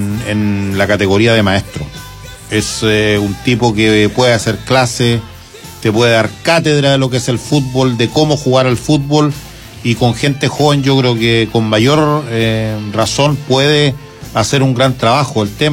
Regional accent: Spain; now in Chile; yo soy español

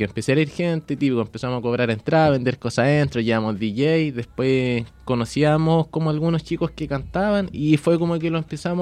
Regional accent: Temuco, Araucanía, Chile; born there; moved away as an adult; now in San Vicente, Chile; yo nací acá en San Vicente y por circunstancia de la vida me fui a vivir a Temuco.

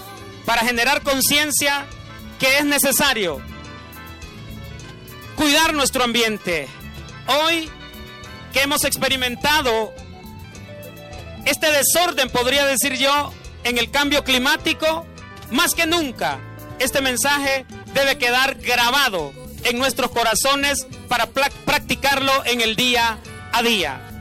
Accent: Honduras; Honduras es rica, y cada uno de nosotros porque somos hondureños.

